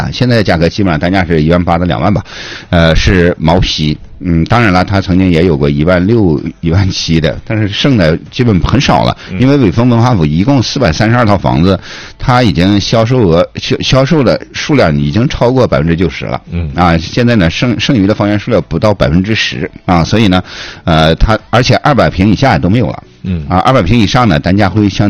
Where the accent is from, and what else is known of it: Changchun, Jilin, China